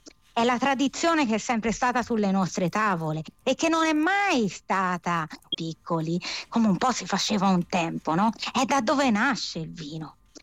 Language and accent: Italian; Tuscany, Italy; accent: Tuscan; Che io sono toscana, lo sentite